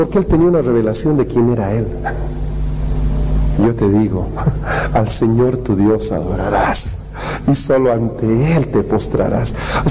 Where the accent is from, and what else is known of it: La Paz, Bolivia; born or raised there